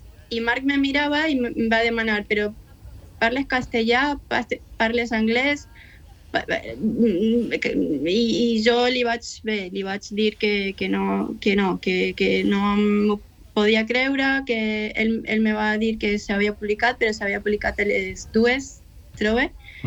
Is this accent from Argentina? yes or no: yes; Argentina; also born or lived in Barcelona / Menorca; now in Spain; sóc argentina, però visc quasi a València i vaig viure 5 anys a Menorca.